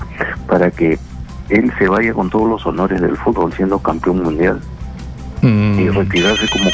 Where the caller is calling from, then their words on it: Peru; yo soy peruano. Y pertenezco al continente sudamericano.